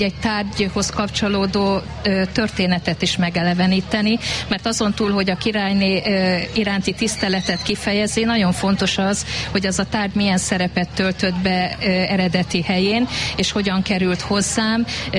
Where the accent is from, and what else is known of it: Nyírád, Veszprém County, Hungary; born there